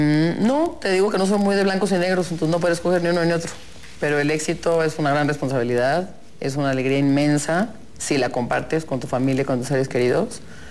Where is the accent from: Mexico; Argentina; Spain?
Mexico; Soy muy orgullosa, ¿no? De los colores, de la bandera, de nuestro país.